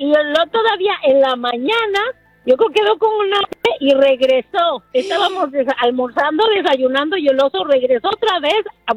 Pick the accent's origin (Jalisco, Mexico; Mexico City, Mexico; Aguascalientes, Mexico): Aguascalientes, Mexico; Somos paisanos, somos de Aguascalientes también.